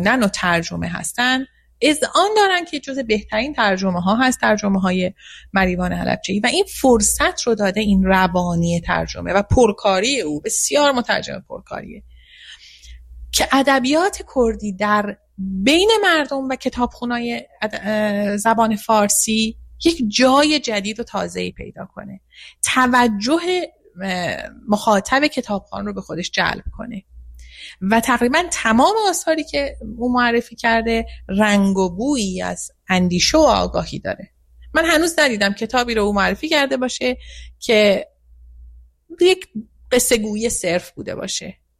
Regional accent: Iran; born there; من شخصا در اون ساختار بزرگ شدم. من در ساختار حکومتی و استبدادی بعد از انقلاب بزرگ شدم، مدرسه رفتم، توی اون ساختار درس خوندم

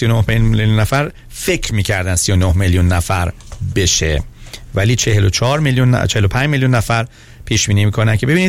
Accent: Iran; من از وقتی که تو ایران بزرگ شدم

